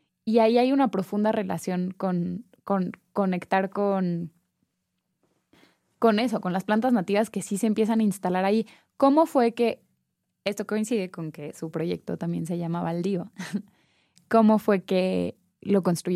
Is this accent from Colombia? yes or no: no; Mexico City, Mexico; Yo, de nuevo, crecí en Santa Fe, zona suburbana, sumamente desigual. Ahora es como un centro financiero.